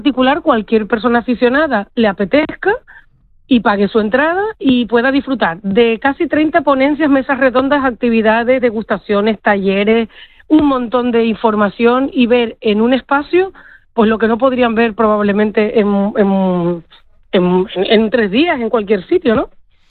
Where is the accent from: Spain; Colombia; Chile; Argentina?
Spain; La Palma, Canary Islands; moved away; Yo me voy a La Palma, mi amor, porque tengo que hablar del bar La Cueva en mi pueblo